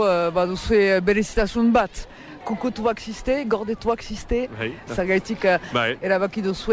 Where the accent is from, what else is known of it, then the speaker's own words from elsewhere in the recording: Nouvelle-Aquitaine, France; Ni Iparraldekoa naiz